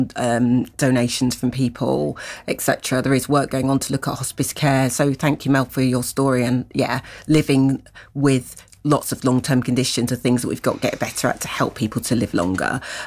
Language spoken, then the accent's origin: English; Barbados; also born or lived in Jamaica; I'm from Barbados and Jamaica, by the way.